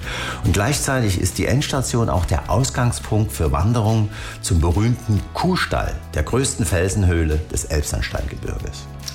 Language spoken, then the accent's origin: German; Dresden, Saxony, Germany; ich als alter Dresdner nur meine Heimatregion, die Sächsische Schweiz, empfehlen.